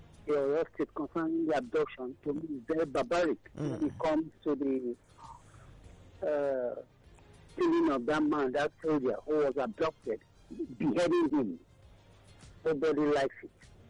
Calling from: Nigeria; I'm calling from Abanaja in Ikoton.

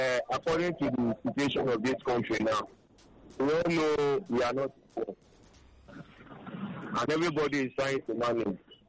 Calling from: Nigeria; I'm calling from Madigi.

